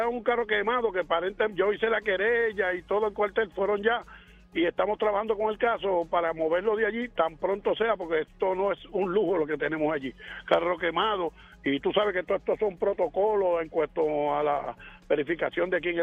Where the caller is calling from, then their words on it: Fajardo, Puerto Rico